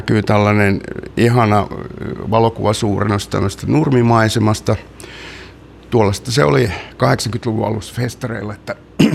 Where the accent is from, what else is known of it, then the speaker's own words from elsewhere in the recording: Suolahti, Central Finland, Finland; Mä oon kotoisin Suolahdesta, Keski-Suomesta.